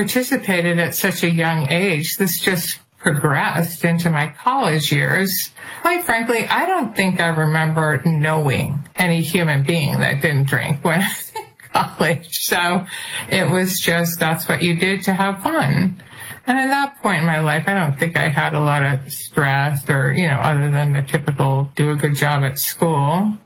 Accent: New Hampshire, United States; born or raised there

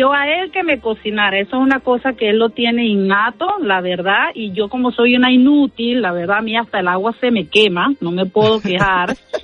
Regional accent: Venezuela; Yo soy venezolana, pura cepa.

